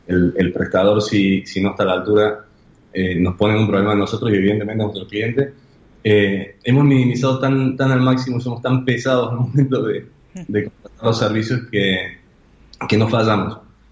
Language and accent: Spanish; Argentina; quiero poder hacer que venga gente a mi país